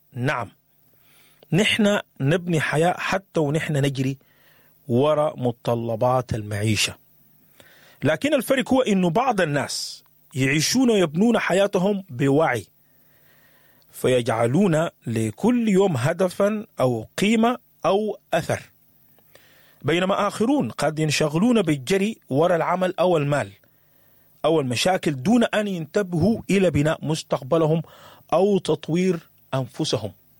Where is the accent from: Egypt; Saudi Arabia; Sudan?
Sudan; احنا زرعنا شنو كسودانيين؟ أنا وإنت كسوداني زرعنا شنو في بلدنا؟